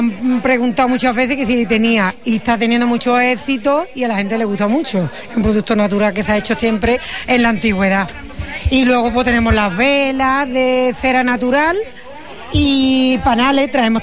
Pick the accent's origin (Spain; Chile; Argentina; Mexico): Spain; El Saucejo, Andalusia; Del Saucejo, el último pueblo que tiene la provincia de Sevilla, ahí sobre Málaga y Cádiz.